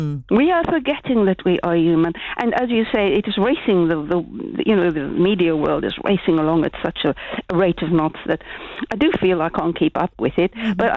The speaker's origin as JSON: {"language": "English", "country": "South Africa", "said": "said before, I came from South Africa. I am racially mixed."}